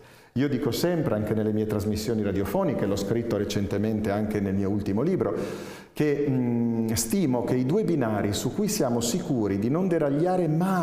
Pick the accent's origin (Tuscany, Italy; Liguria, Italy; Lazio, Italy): Liguria, Italy; La Spezia; moved away as an adult; also born or lived in Parma; now in Assisi, Italy; Sono della Spezia, sono Ligure, sì sì, e lavoravo a Parma